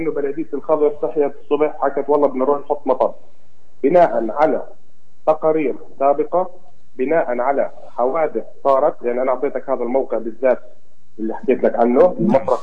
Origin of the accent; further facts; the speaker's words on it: Palestine; احنا شعب فلسطيني